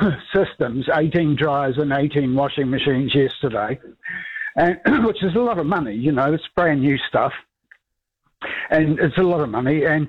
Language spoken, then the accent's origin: English; New Zealand; I've always loved them as a New Zealander, and I've always thought that they were a family company.